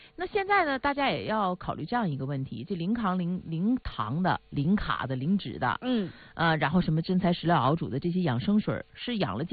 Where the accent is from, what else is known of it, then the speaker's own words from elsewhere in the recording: Northeast China, China; accent: Northeastern (Dongbei); 用我们东北话说